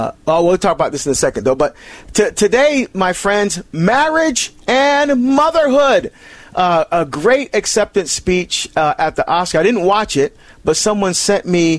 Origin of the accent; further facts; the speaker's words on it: Barbados; born there; And, you know, we're from Barbados. That's where I was born.